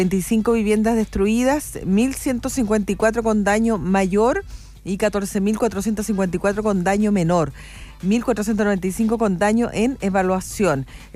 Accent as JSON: {"language": "Spanish", "country": "Chile", "said": "Somos siempre los chilenos solidarios"}